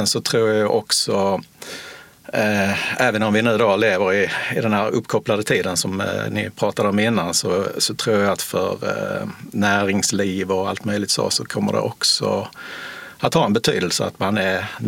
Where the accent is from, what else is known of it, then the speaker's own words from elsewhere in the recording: Skåne, Sweden; Även som skåning och i min ålder